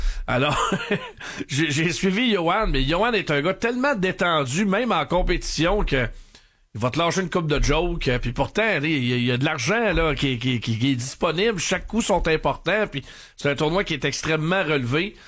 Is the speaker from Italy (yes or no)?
no; Victoriaville, Quebec, Canada; Je vais aller faire un petit tour dans mon patelin à Victo